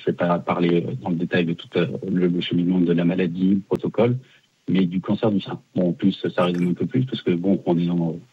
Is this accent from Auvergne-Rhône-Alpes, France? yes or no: yes; Lyon, Auvergne-Rhône-Alpes, France